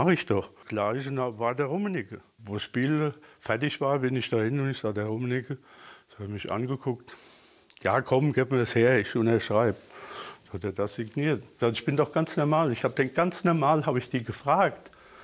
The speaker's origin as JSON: {"language": "German", "region": "Rhineland-Palatinate", "country": "Germany", "said": "Und er sagte, wo kommst du denn überhaupt her? Und ich sagte, aus der Nähe von Mainz."}